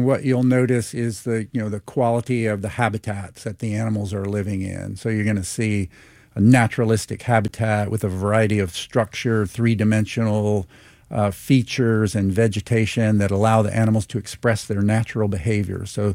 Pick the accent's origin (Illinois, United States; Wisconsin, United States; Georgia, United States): Georgia, United States; Atlanta; born or raised there